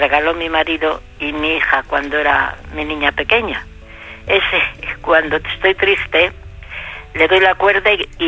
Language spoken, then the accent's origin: Spanish; Valladolid, Castile and León, Spain; Yo soy de Valladolid.